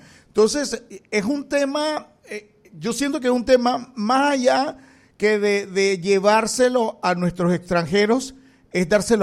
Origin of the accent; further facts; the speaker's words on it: Panama; nosotros mismos como panameños